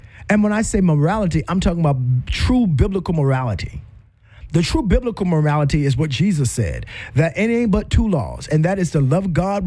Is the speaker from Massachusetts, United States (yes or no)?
no; South Carolina, United States; born there; Bob Jones University in South Carolina, my home state